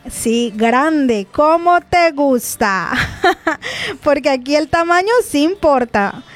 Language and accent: Spanish; Colombia; como buen colombiano, nos tomamos ese sancochito antes del plato fuerte